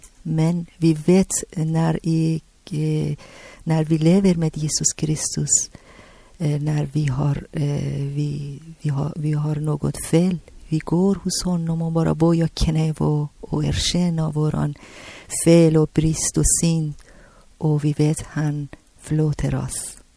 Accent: Tehran, Tehran Province, Iran; Swedish is a second language; now in Sweden; För mig först och främst när jag kom från Teheran kyrkan direkt jag gick på i Vårgård och Pingstkyrkan.

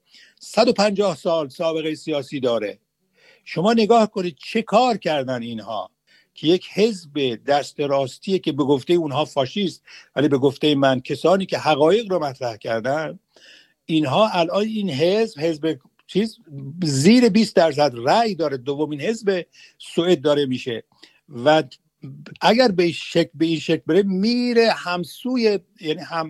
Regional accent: Iran; من امروز به عنوان یک ایرانی سپاسگزار هستم

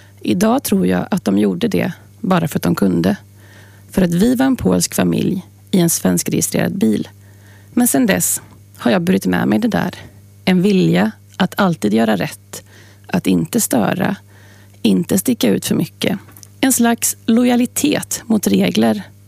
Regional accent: Trollhättan, Västra Götaland County, Sweden; also born or lived in Vänersborg; När jag föddes bodde vi på Slottevägen på Kronogården. Mamma, pappa, jag och min storebror. Och som många andra i Trollhättan på den tiden jobbade båda mina föräldrar på linan på Saab.

